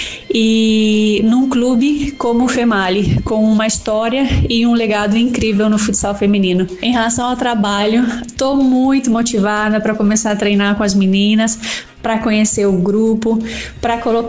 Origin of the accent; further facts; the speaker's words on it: Chapecó, Santa Catarina, Brazil; estou muito feliz com essa volta para Chapecó, com a volta para minha terra